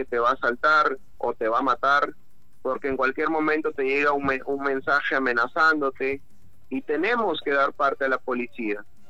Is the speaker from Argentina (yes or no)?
no; Piura, Peru; los piuranos, repito, merecemos vivir en orden, en paz y tranquilidad.